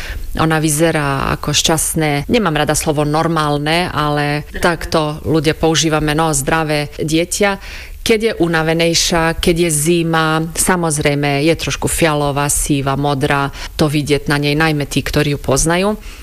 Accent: Croatia; Slovak is a second language; now in Slovakia; ja ako Chorvátka z Chorvátska pri mori

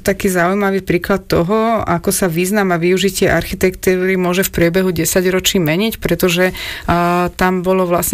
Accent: Piešťany, Trnava Region, Slovakia; pretože som z Piešťan

